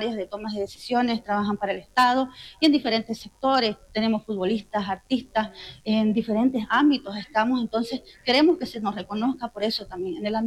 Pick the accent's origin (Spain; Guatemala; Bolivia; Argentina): Bolivia; Santa Cruz; como pueblo afroboliviano también estamos presentes